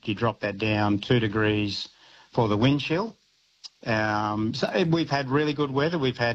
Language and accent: English; Queensland, Australia; We're from North Queensland. You know, we start putting our jumpers on at 24 degrees Celsius